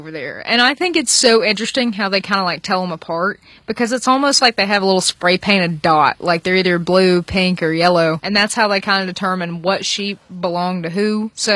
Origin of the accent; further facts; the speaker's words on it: Appalachia, United States; a lot of people from Appalachia do have Irish roots just because of our ancestors kind of came over and settled in this area, but I definitely know